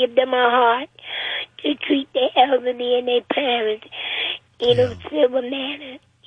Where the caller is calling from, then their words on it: New York, United States; I'm calling from New York